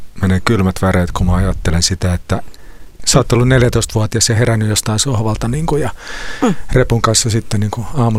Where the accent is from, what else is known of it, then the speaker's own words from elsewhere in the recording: Uusimaa, Finland; Ihan sellainen täällä pääkaupunkiseudulla varttuneena, niin täällä on aika kalliit asunnot ja vaikeat saada asuntoa.